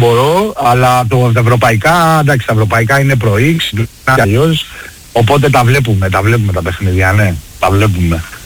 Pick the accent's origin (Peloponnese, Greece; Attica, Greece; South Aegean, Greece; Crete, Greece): Attica, Greece; Piraeus; moved away as an adult; now in Brisbane, Australia; Από Πειραιά είμαι, από Πειραιά είμαι.